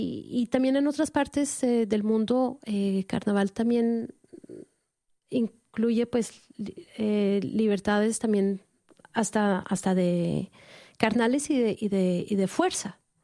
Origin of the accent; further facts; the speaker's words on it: Netherlands; Evoqué que yo crecí en Holanda